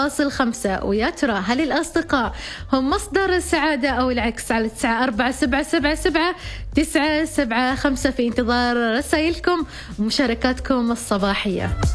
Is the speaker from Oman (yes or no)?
yes; Oman; نحن العمانيين والإماراتيين اللي نقول حادر وساند